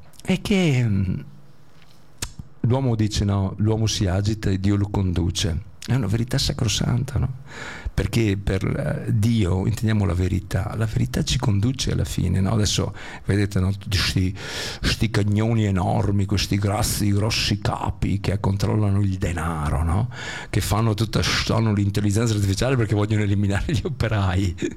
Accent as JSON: {"language": "Italian", "town": "Rovigo", "region": "Veneto", "country": "Italy", "tie": "born or raised there", "said": "No, il mio paese, beh, insomma, io non abito proprio lì, però lì vicino, insomma, a Rovigo, no?"}